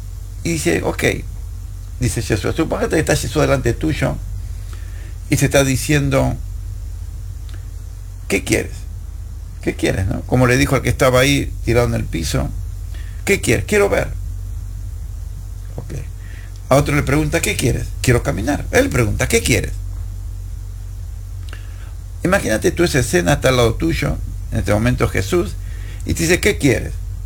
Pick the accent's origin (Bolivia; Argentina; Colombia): Argentina; nosotros somos argentinos que tomamos mate, esa infusión que es una bombillita y tomamos mate ahí, como lo tomo acá todas las mañanas